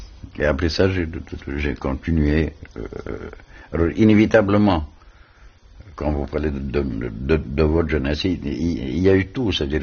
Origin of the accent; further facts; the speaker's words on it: Alexandria, Alexandria Governorate, Egypt; now in Cairo, Egypt; Et moi aussi, je suis assez souvent loin d'Alexandrie puisque je travaille au Caire. Mais inévitablement, chaque fois que je vais, j'essaye d'aller dans les quartiers de ma jeunesse